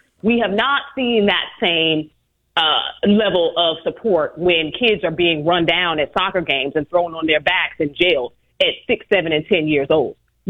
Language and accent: English; Chicago, Illinois, United States; I'm originally from South Shore.